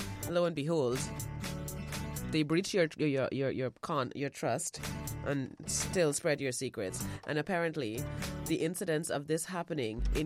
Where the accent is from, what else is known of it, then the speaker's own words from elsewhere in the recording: Guyana; when I grew up in Burbies, I used to hear it a lot.